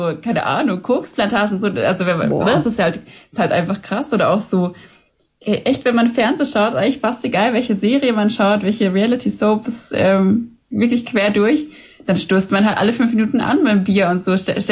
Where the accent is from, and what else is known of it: Baden-Württemberg, Germany